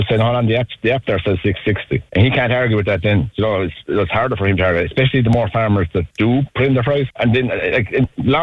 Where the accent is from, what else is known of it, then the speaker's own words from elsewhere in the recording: Munster, Ireland; Hi, I'm I'm a farmer from Tipperary, and I work full time as well.